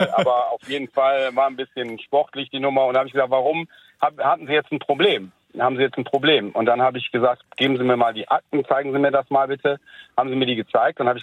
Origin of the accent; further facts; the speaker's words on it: Serbia; Das ist aus dem Balkan, sprich es gibt tatsächlich Kroaten, die so heißen. Ich bin selber Serbe und es gibt also serbischstämmig